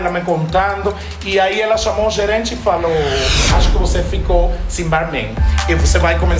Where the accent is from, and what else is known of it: Cuba; Portuguese is a second language; moved away as an adult; now in Brazil